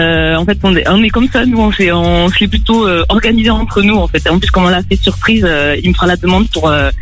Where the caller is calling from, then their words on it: Néoules, Provence-Alpes-Côte d'Azur, France; J'habite sur Néoul, dans le Var